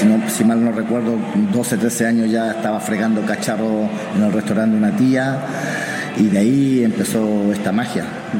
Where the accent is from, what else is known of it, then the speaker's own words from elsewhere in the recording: Santiago, Santiago Metropolitan Region, Chile; moved away as an adult; also born or lived in Arica, Chile; now in Europe; Arica, nací en Arica y me crié en Santiago.